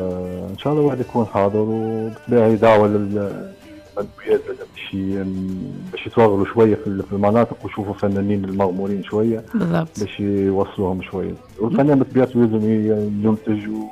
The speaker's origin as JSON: {"language": "Arabic", "town": "Sidi Hmada", "country": "Tunisia", "tie": "born there", "said": "هي تحية لمسقط رأسي ومنطقة سيد حمادة."}